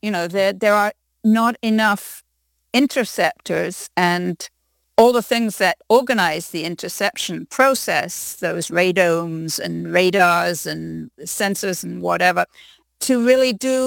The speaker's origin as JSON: {"language": "English", "region": "England", "country": "United Kingdom", "tie": "born or raised there", "said": "You know, it's very familiar to me because I grew up in England in the 1950s."}